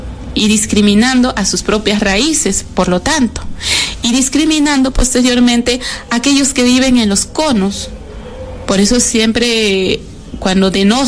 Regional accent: Peru

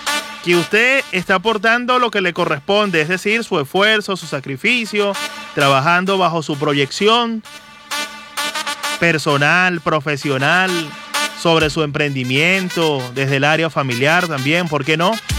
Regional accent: Venezuela; como latino, como venezolano

